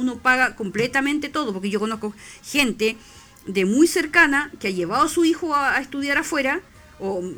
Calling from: Chile; nosotros como chilenos

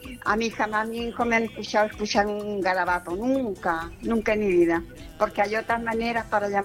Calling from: Coya, O'Higgins, Chile; Yo soy de aquí, de Coya.

